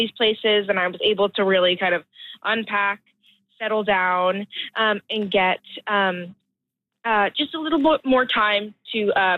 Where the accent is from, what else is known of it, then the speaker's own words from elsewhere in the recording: Fredericton, New Brunswick, Canada; moved away as an adult; also born or lived in United States / Toronto / Montreal; I'm from Fredericton, but I went to school in the U.S. For musical theater.